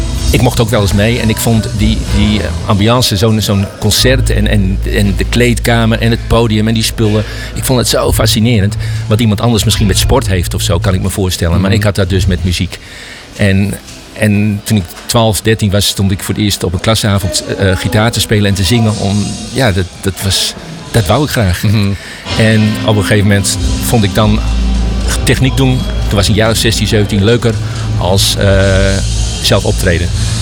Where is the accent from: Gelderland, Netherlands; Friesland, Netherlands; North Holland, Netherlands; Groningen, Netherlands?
Groningen, Netherlands; Maar als Groninger vond ik toch dat ik ze kon claimen.